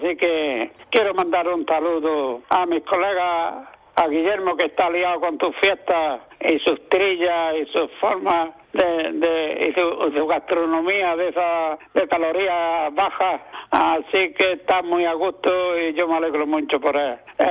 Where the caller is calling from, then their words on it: Almuñécar, Andalusia, Spain; de Muñécar.